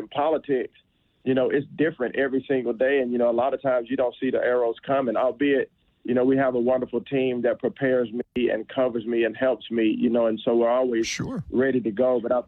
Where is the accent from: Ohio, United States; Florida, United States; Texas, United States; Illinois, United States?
Texas, United States; I'm always glad to be back in the great state of Texas, and I love the people of Houston.